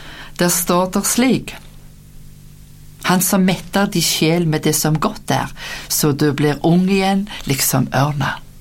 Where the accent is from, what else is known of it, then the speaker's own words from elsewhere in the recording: Rennesøy, Rogaland, Norway; jeg var på besøk på sykehjemmen hjemme på Rennesøy i Rogaland, der jeg kom ifra.